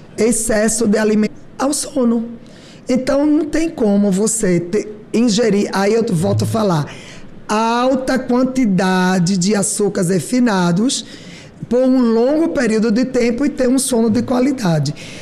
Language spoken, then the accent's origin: Portuguese; Northeast Region, Brazil; Realmente, nós que somos do Nordeste gostamos muito mesmo de bolacha creme cracker